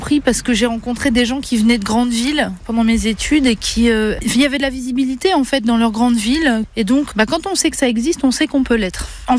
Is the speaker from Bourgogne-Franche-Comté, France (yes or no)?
yes; Bourgogne-Franche-Comté, France; Moi, je suis originaire d'ici, de Lyon, un petit village à une quinzaine de kilomètres d'Auxerre.